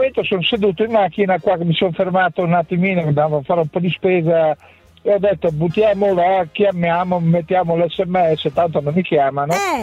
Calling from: Udine, Friuli-Venezia Giulia, Italy; accent: romagnolo marchigiano; io sono Udine. No, io sono un friulano, diciamo, leggermente meticcio, perché mia mamma era marchigiana, quindi ho un po' di accento romagnolo marchigiano.

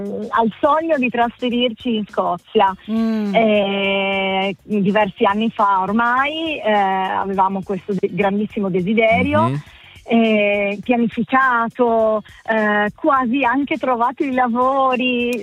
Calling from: Avigliana, Piedmont, Italy; Sono da Vigliana, provincia di Torino

